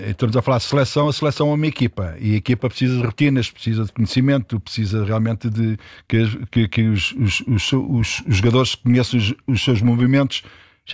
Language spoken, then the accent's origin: Portuguese; Lisbon, Portugal; eu sou do Alto Pina